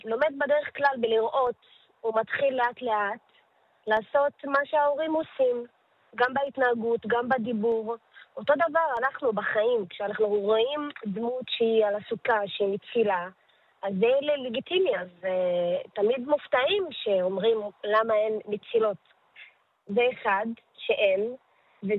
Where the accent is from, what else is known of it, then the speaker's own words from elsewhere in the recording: Tayibe, Central District, Israel; אני בת 28 … אני מטייבה, ואני מורה לחינוך גופני בעיקר